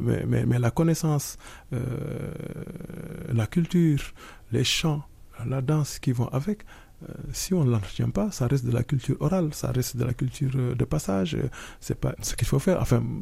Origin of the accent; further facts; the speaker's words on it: Senegal; Et puis, moi, en tant que Sénégalais, j'ai eu la chance de voir quelques masques.